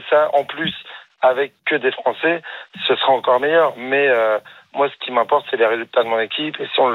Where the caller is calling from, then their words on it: France; On est français